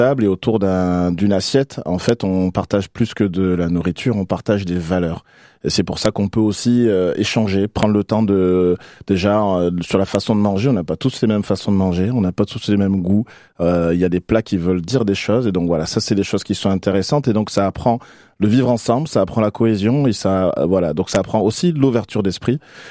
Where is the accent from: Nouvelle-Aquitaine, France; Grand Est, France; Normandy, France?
Nouvelle-Aquitaine, France; Bègles; Elsa et Mohamed, qui sont deux Béglés comme moi. On est surtout des Béglés, donc on voulait surtout mettre en avant, on va dire, notre amour de cette commune et du territoire bordelais.